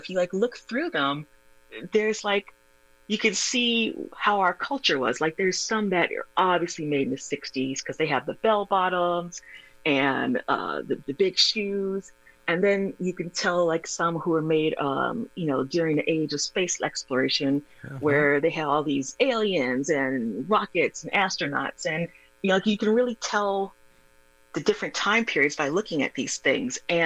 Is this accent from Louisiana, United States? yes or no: no; Milwaukee, Wisconsin, United States; I grew up here in Milwaukee, Wisconsin.